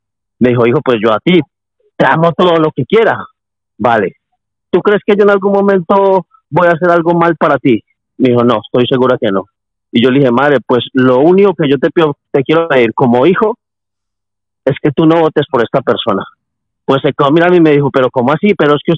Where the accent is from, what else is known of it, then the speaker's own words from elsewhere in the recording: Colombia; yo soy colombiano